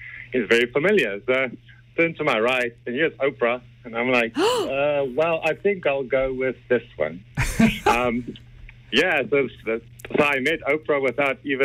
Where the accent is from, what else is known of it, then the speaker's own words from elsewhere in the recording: South Africa; moved away; I mean, I'm from South Africa, and it's so amazing.